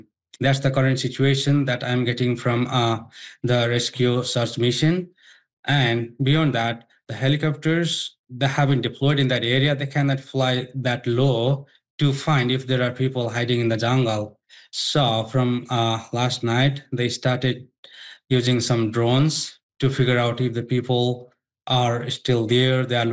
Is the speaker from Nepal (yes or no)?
yes; Nepal; this is happening in real time in Nepal, in my home country.